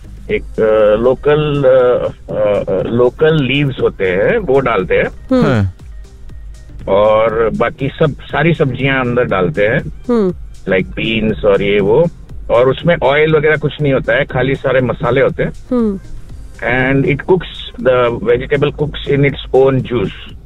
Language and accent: Hindi; Gujarat, India; तो मैं गुजरात से हूँ